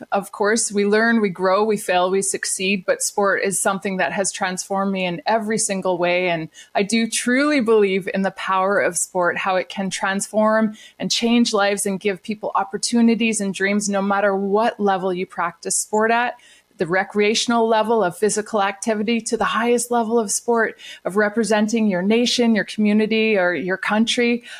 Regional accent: Winnipeg, Manitoba, Canada; Yeah, you know, I'm from Winnipeg, Manitoba. I grew up in the big city there in the flat prairies with the ice cold winters and the big windy days.

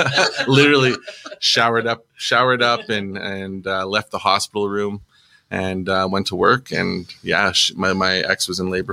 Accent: Buffalo Lake Métis Settlement, Alberta, Canada; I'm from Buffalo Lake Métis Settlement, so a few hours north of here.

